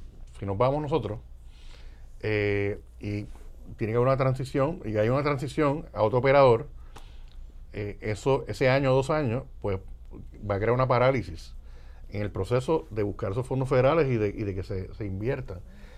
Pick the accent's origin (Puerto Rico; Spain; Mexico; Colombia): Puerto Rico; Yo estoy de acuerdo contigo y como abogado y como puertorriqueño le exhortó al Supremo.